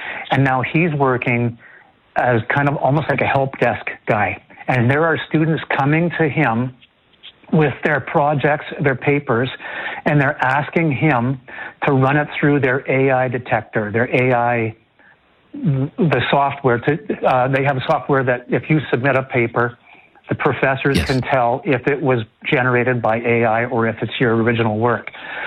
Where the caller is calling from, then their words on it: Lethbridge, Alberta, Canada; I'm from Lethbridge